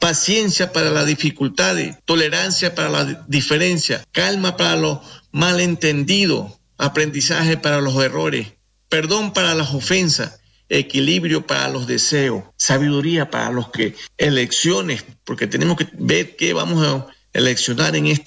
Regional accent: Ecuador; vengo de la familia bien católica mi familia. Como ecuatoriano que vengo de la mitad del mundo, donde pasa la línea equinocial de esa alta montaña

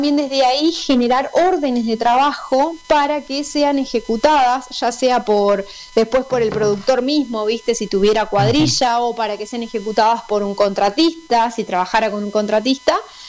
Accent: Dolores, Soriano, Uruguay; yo soy de Dolores

